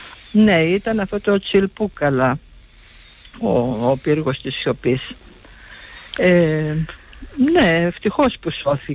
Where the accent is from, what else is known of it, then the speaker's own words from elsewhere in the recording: Trikala, Thessaly, Greece; είμαι από τα Τρίκαλα. Είμαστε, δεν πολύ ταξιδεύουν οι Τρικαλνοί και μάλιστα στα χρόνια τα δικά μου.